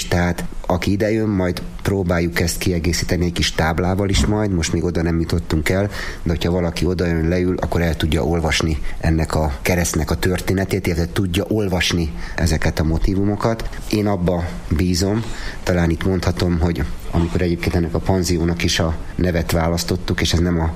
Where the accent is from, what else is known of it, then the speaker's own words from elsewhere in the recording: Budapest, Hungary; now in Badacsony, Hungary; jó magam, a feleségem, a családom, hogy a budapestiek vagyunk. 10 éve kezdtünk itt vállalkozásba, Badacsonyba, panzió és borászat. Mondanám azt, hogy ilyen második otthonunk lett Badacsony.